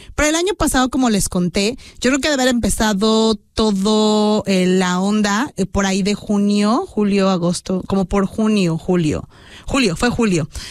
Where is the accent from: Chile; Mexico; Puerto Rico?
Mexico; porque también creo que la comunidad mexicana necesitamos unirnos un poquito más